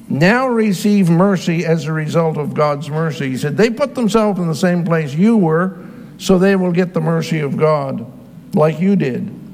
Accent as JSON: {"language": "English", "country": "Canada", "said": "And I'm a Canadian."}